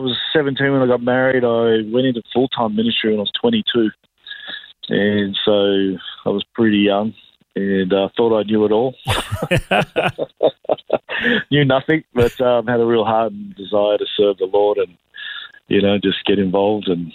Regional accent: Sydney, New South Wales, Australia; born or raised there; also born or lived in New Zealand

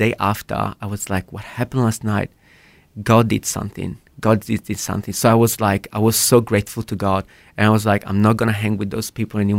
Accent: Verona, Veneto, Italy; also born or lived in South Italy; Yeah, so I was born in South Italy in 1988. In a beautiful Christian household.

